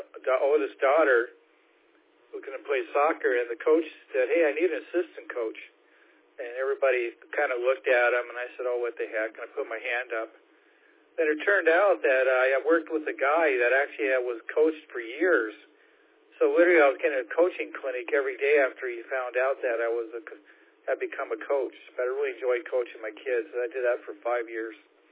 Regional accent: Seattle, Washington, United States; I remember my uncle, I grew up in the Seattle area, and my uncle in Eastern Washington had a farm, and we would go out there and visit.

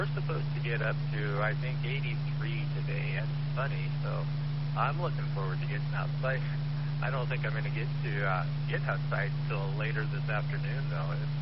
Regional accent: Oregon, United States; And I'm from Oregon, so I heard about that years ago.

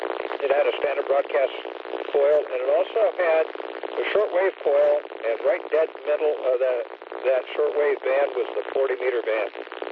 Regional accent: Ohio, United States; We grew up in Ohio. It was white Anglo-Saxon Protestant, and the town was that way, too.

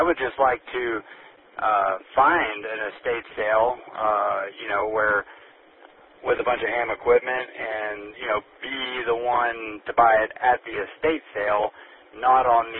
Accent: Southeast, United States; I grew up in the Southeast.

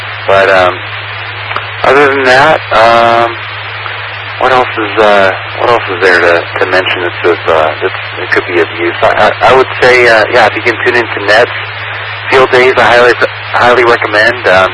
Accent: California, United States; moved away as an adult; also born or lived in Texas; now in New Mexico, United States; I grew up in California

